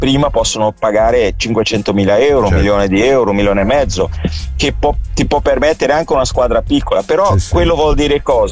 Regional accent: Brazil; moved away; sono brasiliano

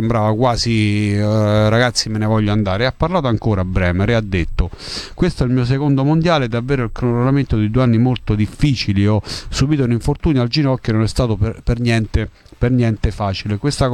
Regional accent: Abruzzo, Italy; Da buon abruzzese insisto fino a quando tu, certo.

